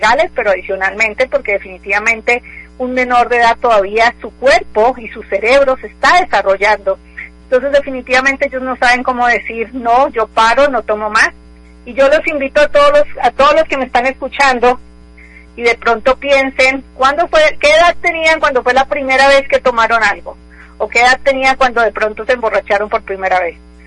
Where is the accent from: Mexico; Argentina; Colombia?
Colombia; yo también, Colombia, que acabamos de tener estas elecciones